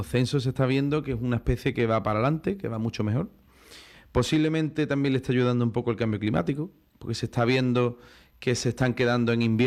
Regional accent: Cádiz, Andalusia, Spain; como soy de Cádiz

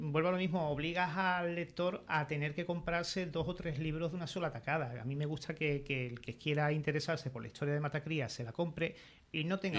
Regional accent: Cádiz, Andalusia, Spain; Y creo que los que somos de Cádiz somos los primeros que tenemos que querer a Cádiz

